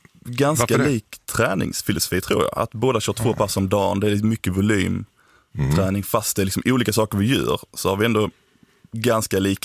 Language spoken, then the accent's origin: Swedish; Häglinge, Skåne, Sweden; accent: Göingeskånska; jag är född på landet egentligen, till Häglinge heter väl orten, men Sösdala är närmsta byn, så det är Göingetrakten, mitten av Skåne kan man säga.